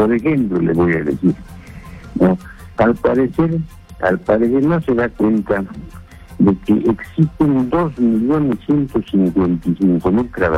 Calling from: Ayacucho, Peru; De Ayacucho

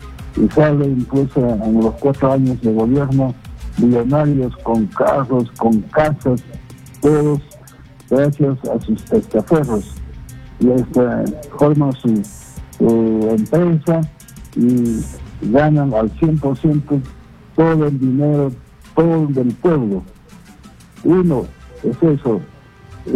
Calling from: Ancash, Peru; Pecarito de Ancash.

